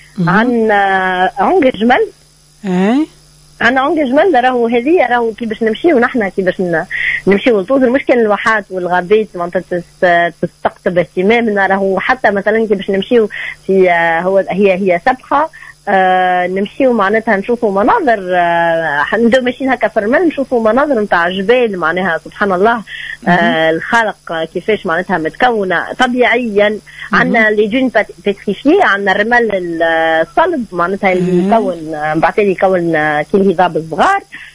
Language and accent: Arabic; Tunisia; المدن اللي عندنا في تونس.